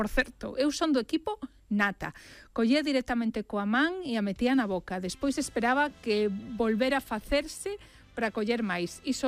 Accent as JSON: {"language": "Galician", "town": "Gondomar", "region": "Galicia", "country": "Spain"}